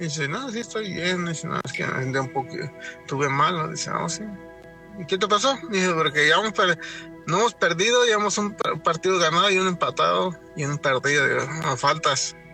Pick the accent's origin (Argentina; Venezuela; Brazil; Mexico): Mexico; San Luis Potosí; now in Las Vegas, United States; Yo vengo de... Soy nativo de San Luis Potosí. Mi papá tenía su terreno donde vivíamos, tenía un terreno grande.